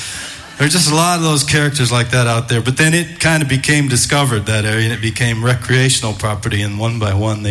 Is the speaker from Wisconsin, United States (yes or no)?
yes; New Auburn, Wisconsin, United States; I grew up in New Auburn, Wisconsin, but there was an area near me called Mudbrook.